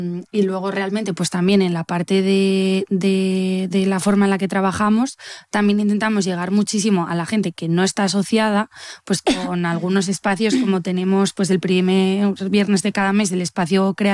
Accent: Gijón, Asturias, Spain; Nosotras somos de Gijón

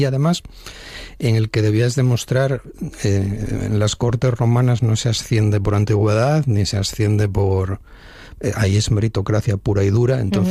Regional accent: Oviedo, Asturias, Spain; born there; now in Lena, Spain; yo soy nacido en Oviedo, pero resido en Lena

